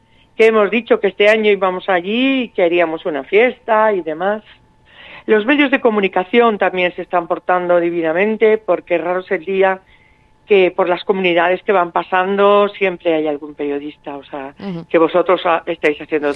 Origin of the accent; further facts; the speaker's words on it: Galicia, Spain; accent: Galician; now in Guadarrama, Spain; siempre con mi acento galego, ya sabes que soy galega de Guadarrama.